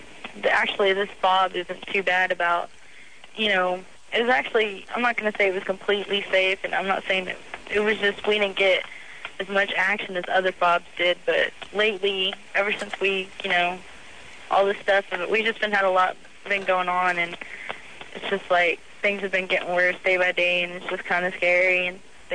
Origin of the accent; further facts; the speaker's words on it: Texas, United States; I'm from Texas.